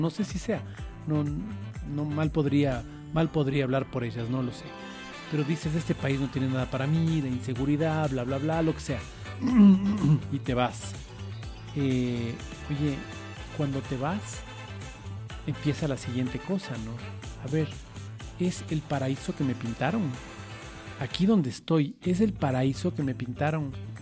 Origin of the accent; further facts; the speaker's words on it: Ecuador; Así somos los ecuatorianos, eso es fantástico. Esa característica es muy nuestra, en otros países no.